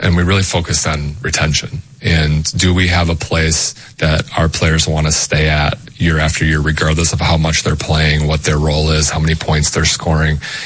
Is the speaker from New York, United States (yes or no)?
no; Wisconsin, United States; moved away as an adult; now in Nebraska, United States; I grew up in Wisconsin. I lived in Wisconsin my whole life.